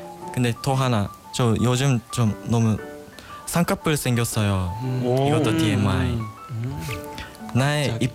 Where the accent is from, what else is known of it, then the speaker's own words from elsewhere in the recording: Japan; 일본에서 온